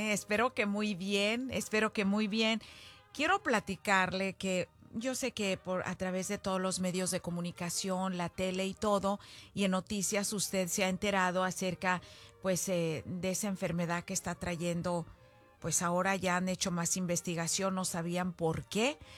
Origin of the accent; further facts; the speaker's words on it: Zacualco de Torres, Jalisco, Mexico; moved away; a los de mi pueblo, oiga, con el permiso de ustedes, de allá de Zacualco de Torres. Esas calles empedradas tan bonitas, oiga, cuando todos los niños salíamos a jugar allí afuera.